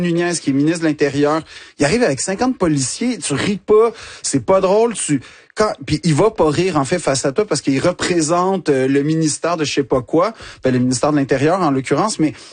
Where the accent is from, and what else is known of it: Quebec, Canada